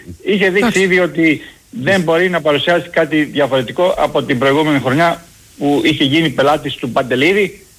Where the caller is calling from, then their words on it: Plakias, Crete, Greece; είμαι από Πλακιά.